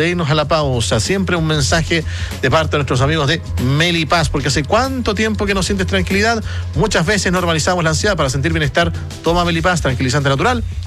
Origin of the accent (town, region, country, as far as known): Chile